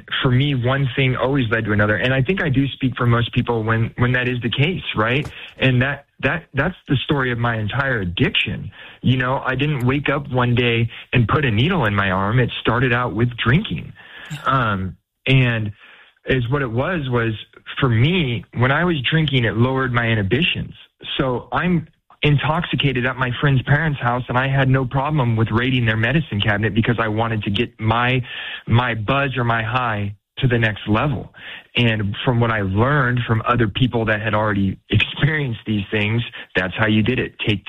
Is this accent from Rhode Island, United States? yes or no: no; Oregon, United States; now in Portland, United States; I'm not originally from Portland. I'm from Southern Oregon, a really small town in Southern Oregon.